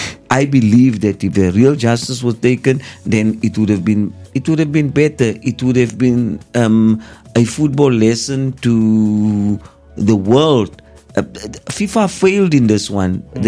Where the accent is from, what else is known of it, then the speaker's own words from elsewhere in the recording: South Africa; I'm saying this as a South African.